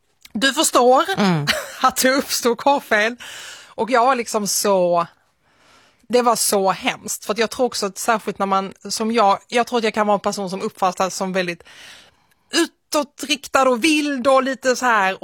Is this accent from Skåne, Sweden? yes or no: yes; Malmö, Skåne, Sweden; also born or lived in Nötesjö; Utanför Svedala, som heter Nötesjö, en liten by. Och sen så flyttade jag in till Malmö när jag var 5 år gammal ungefär. Men de mina första år i livet växte jag upp där ute.